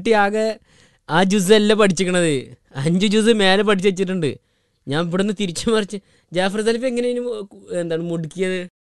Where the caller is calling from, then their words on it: Malappuram district, Kerala, India